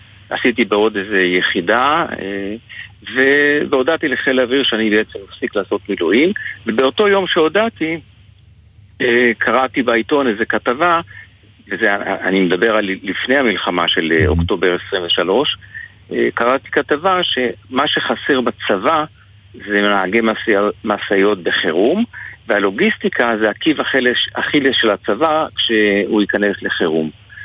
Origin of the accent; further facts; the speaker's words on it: a moshav in the Jezreel Valley, Northern District, Israel; גדלתי במושב בעמק ישראל, מתחת ההקפה של רמת דוד